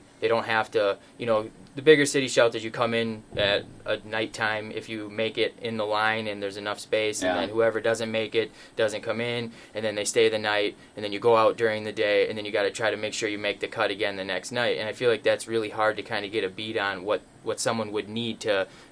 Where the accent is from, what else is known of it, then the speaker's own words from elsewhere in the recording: Marinette, Wisconsin, United States; I grew up in Marinette